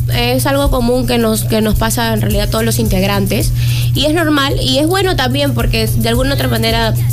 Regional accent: Trujillo, La Libertad, Peru; Yo soy también del norte, de Trujillo, Chiquitoy.

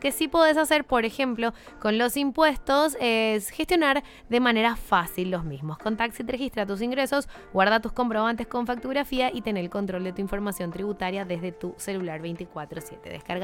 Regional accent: Paraguay; de nuestra música folclórica, de nuestra identidad musical como paraguayos

